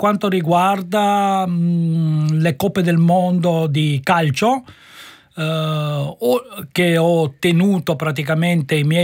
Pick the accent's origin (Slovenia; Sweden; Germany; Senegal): Slovenia; Koper; also born or lived in Rijeka, Croatia / Trieste, Italy; dal 1972 Capodistria è la mia casa, ma io sono fiumano di nascita.